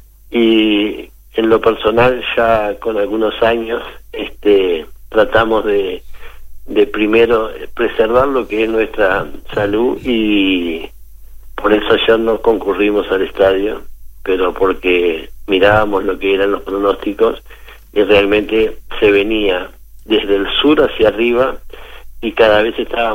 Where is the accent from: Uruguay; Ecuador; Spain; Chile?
Uruguay; Salto; todos aquellos que somos parte del fútbol, pero que también somos salteños